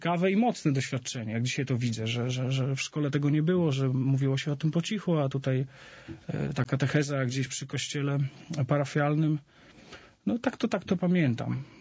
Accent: northern Poland, Poland

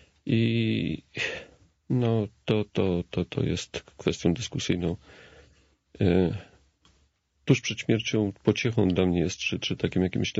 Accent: Lublin Voivodeship, Poland; Chociaż wychowałem się niedaleko, w niedużej odległości od Krasnobrodu.

